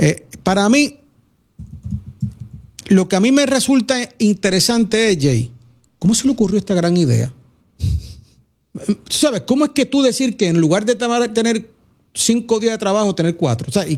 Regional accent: Puerto Rico; E incluso nosotros mismos no nos vemos como que fuésemos parte, y por eso hablamos de que somos migrantes

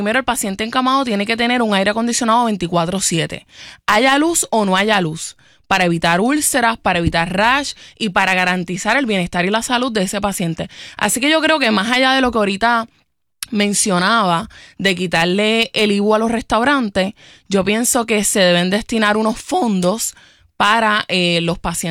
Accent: Puerto Rico; now in Trujillo Alto, Puerto Rico; los puertorriqueños y puertorriqueñas estemos pasando por esta situación

